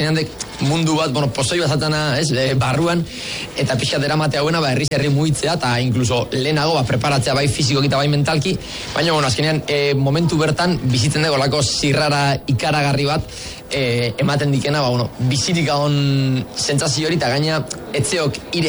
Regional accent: Zestoa, Deba, Mutriku, Basque Country, Spain; born there; hazi ginen, ba, zestuan, itziarren, deban, mutrikunda bar

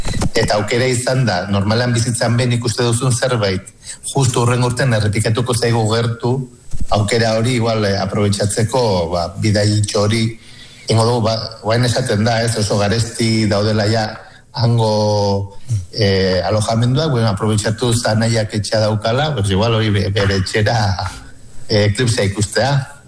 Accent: Barañain, Navarre, Spain; moved away as an adult; also born or lived in Biscay; Barainenen bizi dira nire gurasoak, eta ni txikitan ere anego nintzen urte asko

